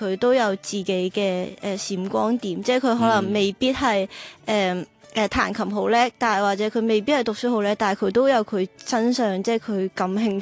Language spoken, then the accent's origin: Cantonese; Macau; 咁我始终我系澳门人啦，咁即系我都系呢个大湾区长大，咁我觉得即系都系我最熟悉嘅语言，同埋最熟悉嘅一个音乐体系咯。